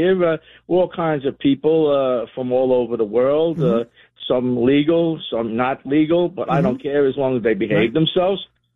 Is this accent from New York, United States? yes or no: yes; Queens, New York, United States; I'm from Glendale, Queens.